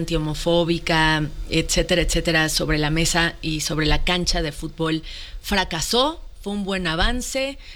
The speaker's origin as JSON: {"language": "Spanish", "country": "Mexico", "said": "nunca somos tan mexicanos como cuando hay 11 personas en el campo jugando por nuestra bandera"}